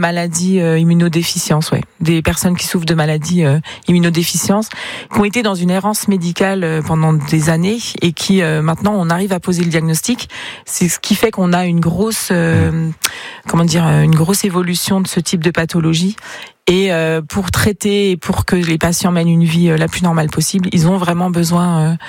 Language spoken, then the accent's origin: French; Italy; Bah, moi, je suis italienne, hein, donc je ne peux que valider.